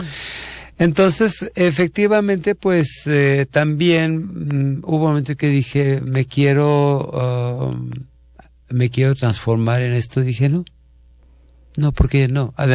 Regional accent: Mexico; yo me siento profundamente mexicano, no desde el nacionalismo de los 40, pero sí mexicano.

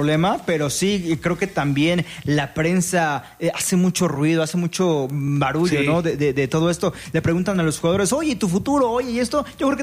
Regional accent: Mexico; y soy mexicano

